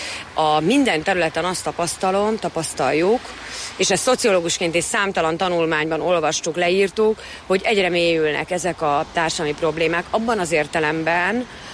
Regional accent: Miskolc, Borsod-Abaúj-Zemplén, Hungary; moved away; a Borsodban nőttem fel Miskolcon

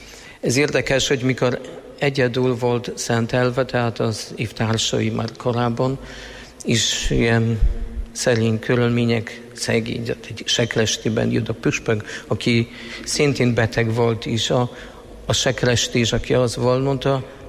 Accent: Poland; now in Hungary; lengyel vagyok, bevallom, vagy már most félig magyar

